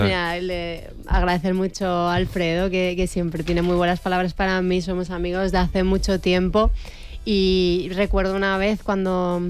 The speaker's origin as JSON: {"language": "Spanish", "town": "Valencia", "region": "Valencian Community", "country": "Spain", "said": "las que somos españolas somos de Valencia."}